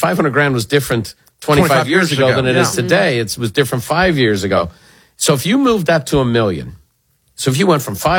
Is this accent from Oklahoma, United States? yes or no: no; California, United States